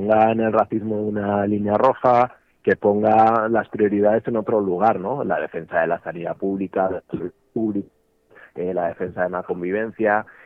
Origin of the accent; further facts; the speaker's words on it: Aragon, Spain; born there; como yo, que somos aragoneses, que hemos nacido en Aragón, pero que no somos blancos